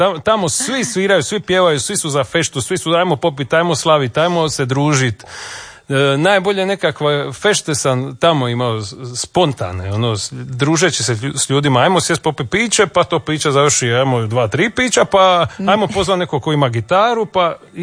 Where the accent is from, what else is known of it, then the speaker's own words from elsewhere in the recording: Split, Split-Dalmatia County, Croatia; born there; kad rasteš u Splitu